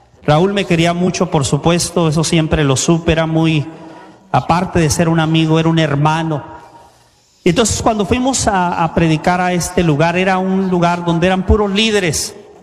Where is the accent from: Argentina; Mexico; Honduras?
Mexico; Tijuana, Baja California; Yo soy de Tijuana.